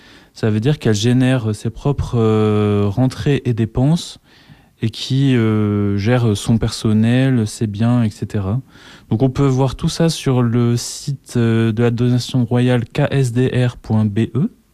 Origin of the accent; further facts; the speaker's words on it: Brussels, Brussels-Capital Region, Belgium; nous en tant que Bruxellois